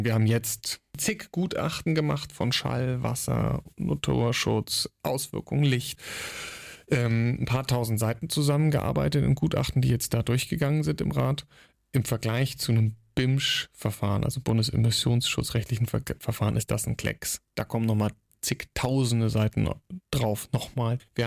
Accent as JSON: {"language": "German", "region": "Lower Saxony", "country": "Germany", "said": "weil ich bin ja auch aus der Region. Ich bin wahrscheinlich einer, der am nächsten mit seiner Familie an diesem Park dran wohnt"}